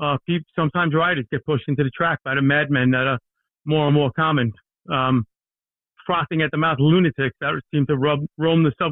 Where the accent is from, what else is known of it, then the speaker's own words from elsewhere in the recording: Brooklyn, New York, United States; I went to 12 years of Catholic school in Brooklyn. So I graduated Nazareth High School in East Flatbush in Brooklyn. I'm from a place called Garrison Beach, a largely worki